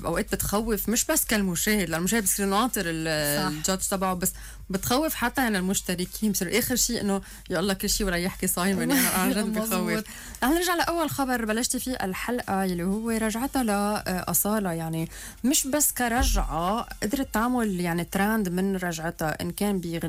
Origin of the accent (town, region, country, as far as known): Lebanon